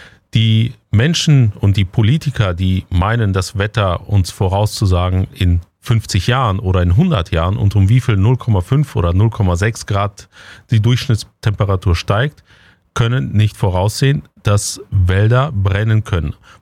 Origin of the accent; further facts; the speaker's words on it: North Rhine-Westphalia, Germany; ich komme ja auch aus der Ecke, wo Friedrich Merz herkommt, aus NRW in Ostwestfalen.